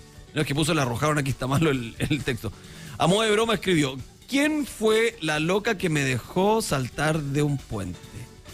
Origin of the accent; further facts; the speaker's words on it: Iquique, Tarapacá, Chile; yo me crié en Iquique desde los 6 años.